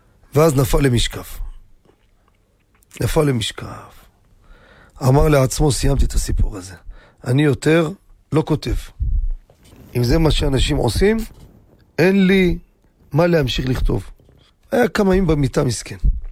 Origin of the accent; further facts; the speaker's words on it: Jerusalem, Jerusalem District, Israel; בירושלים, אני גדלתי בירושלים. בקטמון